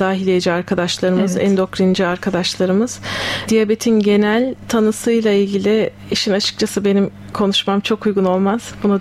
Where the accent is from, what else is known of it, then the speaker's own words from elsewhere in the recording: Ankara, Turkey; born there; Ankara doğumluyum. Ankara Fen Lisesi'nden mezunum.